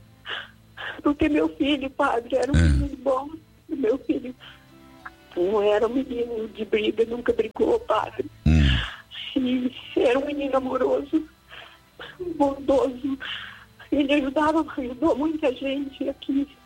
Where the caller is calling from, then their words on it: Limeira, São Paulo, Brazil; Eu falo de Limeira